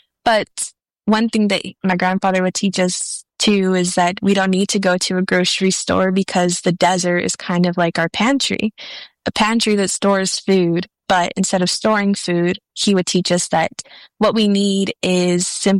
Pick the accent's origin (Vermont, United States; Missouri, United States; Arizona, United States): Arizona, United States; Tucson; born there